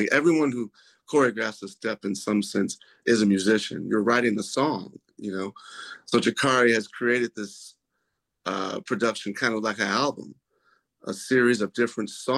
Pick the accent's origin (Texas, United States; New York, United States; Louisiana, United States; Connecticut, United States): Texas, United States; now in Washington, United States; I'm from Texas, born and raised, but I've been in DC a long time